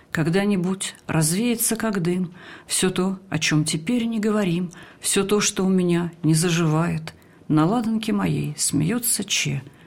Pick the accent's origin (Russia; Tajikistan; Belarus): Belarus; мы скажем, белорусы, посмотри в шуфлядке.